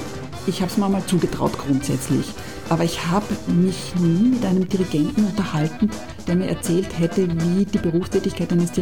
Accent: Judenburg, Styria, Austria; Ich bin in Judenburg auf die Welt gekommen und groß geworden.

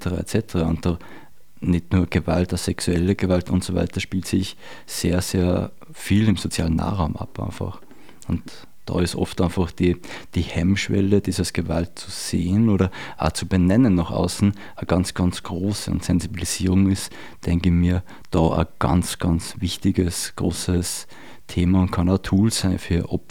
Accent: Ebensee, Upper Austria, Austria; Umso schöner für mich in meinem Heimatort in Ebensee.

